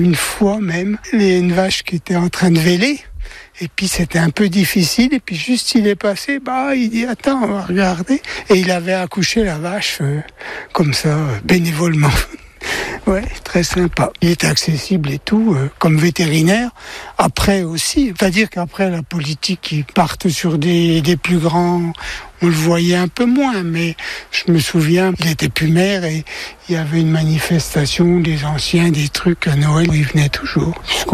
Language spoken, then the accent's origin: French; France; born there; il s'y passait toujours par le petit village où je suis né, à Tôte exactement. Mes parents venaient le bistrot avec poste à essence.